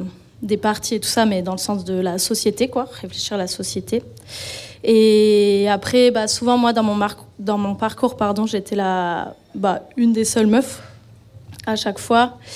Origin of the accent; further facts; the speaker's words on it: Dijon, Bourgogne-Franche-Comté, France; also born or lived in Lyon; now in Bordeaux, France; je viens de Dijon